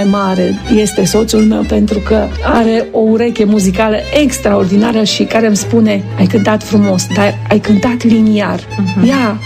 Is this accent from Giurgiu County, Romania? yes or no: no; Turda, Cluj County, Romania; Am vrut să fie așa emblematic, să știe toată lumea că eu vin de la Turda.